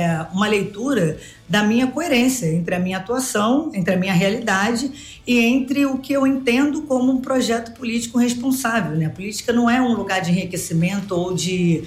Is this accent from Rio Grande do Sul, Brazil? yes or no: no; Rio de Janeiro, Brazil; Eu sou nascida e criada na Maré. A minha mãe, a minha família, hoje ainda vivem na Maré.